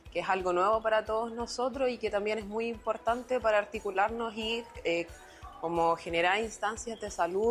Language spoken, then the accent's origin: Spanish; Santiago, Santiago Metropolitan Region, Chile; moved away as an adult; now in Licantén, Chile; Yo soy de Santiago